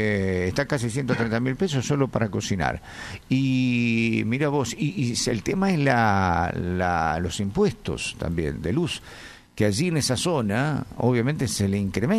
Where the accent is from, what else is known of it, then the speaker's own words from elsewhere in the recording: El Doradillo, Chubut, Argentina; Mirá vos, soy del Doradillo, acabo de pagar, ¿cuánto? 31.600 una garrafa